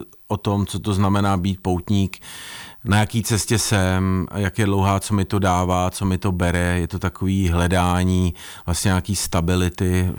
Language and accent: Czech; Ore Mountains, Czechia; born there; also born or lived in Prague; já jsem sice ano narozen v Praze, ale vlastně svoje dětství si pamatuju z Krušných hor, že dědeček tam bydlel a my jsme tam vlastně strávili celý dětství.